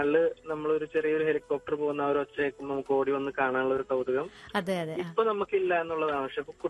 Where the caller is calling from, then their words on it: Aluva, Kerala, India; ഞാൻ ആലുവയെന്നാണ് വിളിക്കുന്നത്.